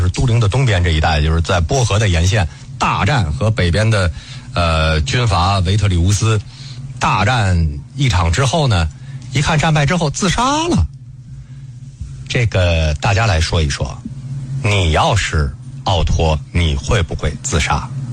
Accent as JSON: {"language": "Chinese", "country": "China"}